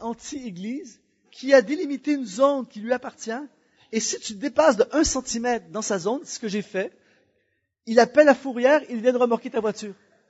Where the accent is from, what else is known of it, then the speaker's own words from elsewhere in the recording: Canada; J'ai fini la tournée. Je suis retourné chez nous au Canada.